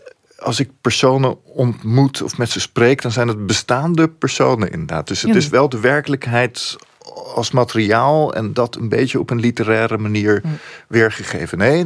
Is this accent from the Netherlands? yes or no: yes; Leiden, South Holland, Netherlands; born or raised there